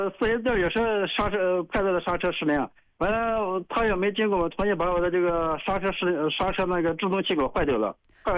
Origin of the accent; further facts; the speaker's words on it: Xinjiang, China; 就新疆的，新疆的。